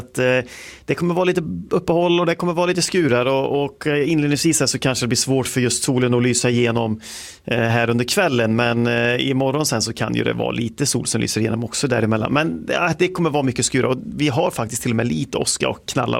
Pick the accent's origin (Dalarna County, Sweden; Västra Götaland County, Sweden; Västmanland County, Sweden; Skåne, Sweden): Västra Götaland County, Sweden; Jag kommer från Skaraborg.